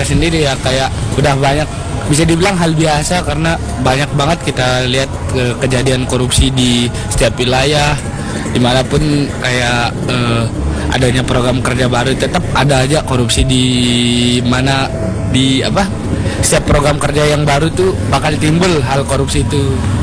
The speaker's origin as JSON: {"language": "Indonesian", "region": "Java", "country": "Indonesia", "tie": "born or raised there", "said": "saya asli Jawa."}